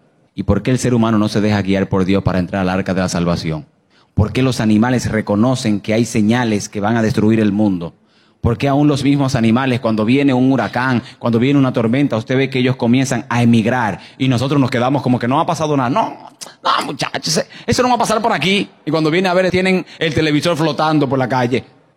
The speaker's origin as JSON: {"language": "Spanish", "town": "Santiago de los Caballeros", "region": "Santiago", "country": "Dominican Republic", "tie": "born or raised there", "said": "en la ciudad donde nos criamos, en Santiago, República Dominicana, la ciudad donde me crié tiene una de las entradas más largas en recta y más impresionante que tiene todo el Caribe."}